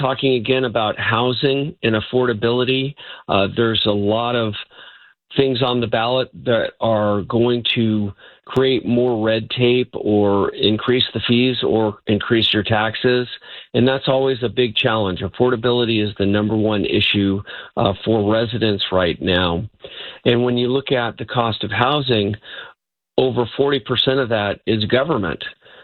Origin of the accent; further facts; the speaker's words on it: Chula Vista, California, United States; Chula Vista is my hometown, and I love it. And when I was in elementary school, we were about 60 to 70,000 people. But now we're almost 300,000 people and the second largest city by population